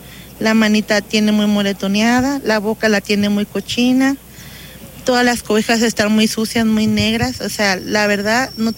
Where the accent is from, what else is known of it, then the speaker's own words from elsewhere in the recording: Torreón, Coahuila, Mexico; yo vengo de la ciudad de Torreón